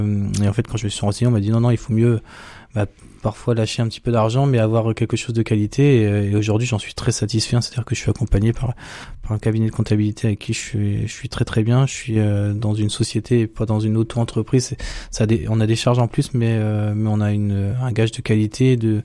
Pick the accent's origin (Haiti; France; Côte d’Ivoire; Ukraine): France; Argentan, Normandy; Donc moi je suis issu donc d'Argentan, je suis un pur produit du terroir.